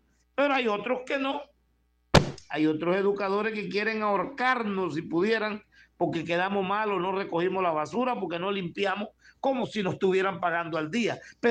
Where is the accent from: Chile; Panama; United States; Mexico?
Panama; somos seres humanos y somos panameños.